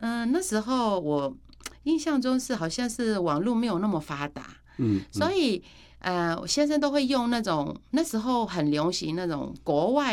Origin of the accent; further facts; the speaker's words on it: Myanmar; 因为他问我说你是哪里人，然后我就说缅甸的